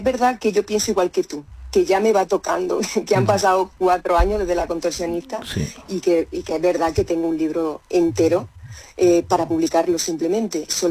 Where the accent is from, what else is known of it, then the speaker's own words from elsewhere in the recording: Jaén, Andalusia, Spain; moved away; Yo cada vez que voy a Jaén siento esa saudade que hablan los portugueses, ¿no? De mi tierra.